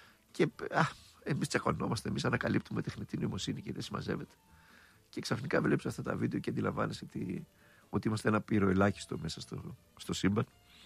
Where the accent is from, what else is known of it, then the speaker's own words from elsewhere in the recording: Thessaloniki, Central Macedonia, Greece; Να ορίστε, τώρα θα σε βολέψει, Δάφνη … αμέσως, αφού είμαι Θεσσαλονικιός.